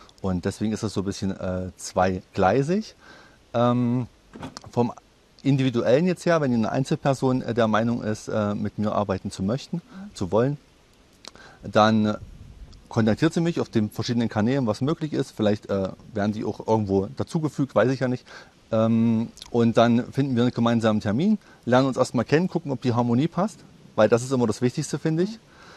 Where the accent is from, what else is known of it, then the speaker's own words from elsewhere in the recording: Teuchern, Saxony-Anhalt, Germany; Ich komme aus Teuchern, das ist in der Nähe von Weißenfels, genau. Und bin dort geboren